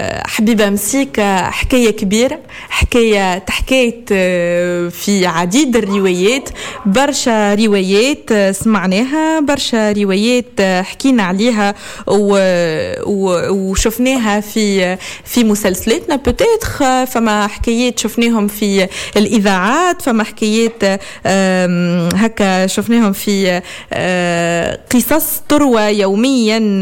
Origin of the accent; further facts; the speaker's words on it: Tunisia; الذاكرة التونسية متاعنا